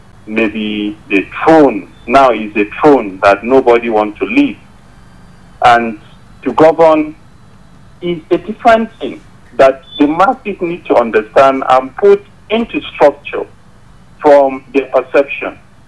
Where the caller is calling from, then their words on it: Nigeria; calling from Petito Market.